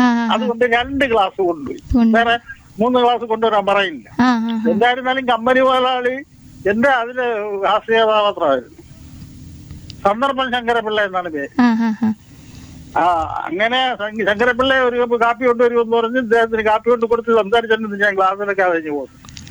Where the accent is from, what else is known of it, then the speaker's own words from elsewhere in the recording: Ambalathinkala, Kerala, India; സ്ഥലം അമ്പലത്തിങ്കാലയാണ്.